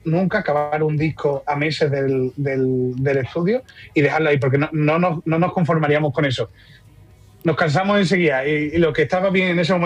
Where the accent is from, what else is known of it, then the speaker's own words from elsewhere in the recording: Extremadura, Spain; Yo soy extremeño.